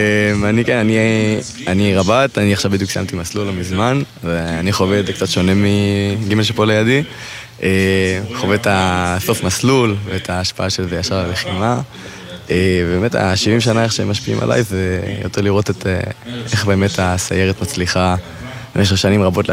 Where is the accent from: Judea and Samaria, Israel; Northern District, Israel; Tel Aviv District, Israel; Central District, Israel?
Tel Aviv District, Israel; Ramat Gan; אני מרמת גן.